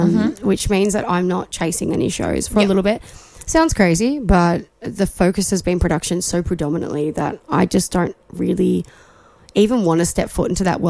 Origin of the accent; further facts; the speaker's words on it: Australia; moved away; And I was like, no, well, I'm actually Australian.